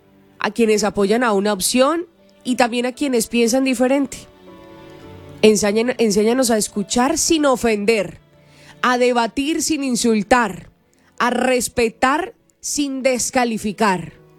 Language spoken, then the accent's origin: Spanish; Colombia; somos hermanos, somos vecinos, somos familias, somos colombianos.